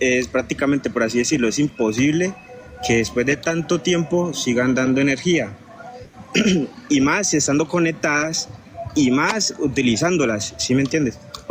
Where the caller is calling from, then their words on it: Jamundí, Valle del Cauca, Colombia; yo vivo en Jamundí, pero yo trabajo en Cali.